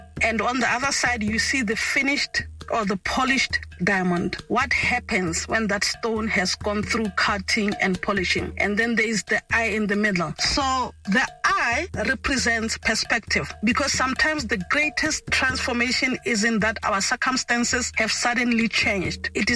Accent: Lobatse, South-East District, Botswana; I was born and bred in Lobatse, Banzinhlatle.

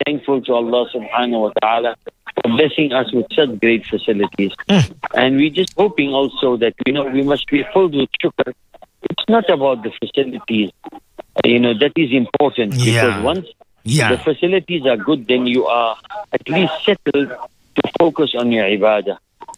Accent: South Africa; South Africans, we have always grown up with Holiday in. So this feels like home to us.

